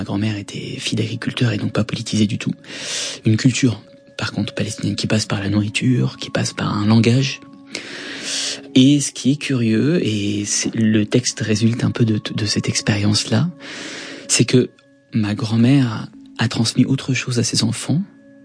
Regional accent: France; born there; moi je suis né en France. J'ai été, je pense, plus proche du Liban pendant une bonne partie de ma vie, parce que j'y allais déjà régulièrement

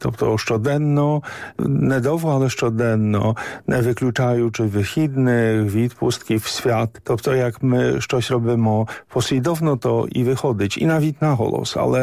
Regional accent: Poland; Ukrainian is a second language; Вони втікли з України в 1943 році. Ви знаєте чому? Але ну, я Поляк. Вони були Поляки, римокатолики.

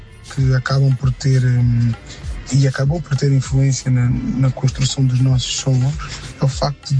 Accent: São Tomé & Príncipe; sou de São Tomé

